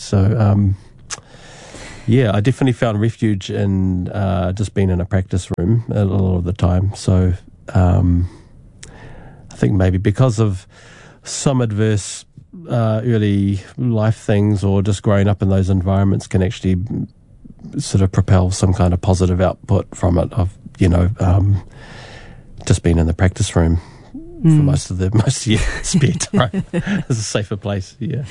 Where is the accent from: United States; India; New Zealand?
New Zealand; don't want to talk down about my hometown, but there's different energies down there. It was definitely hard for, I mean, especially for my friends who are also Māori, or they struggled.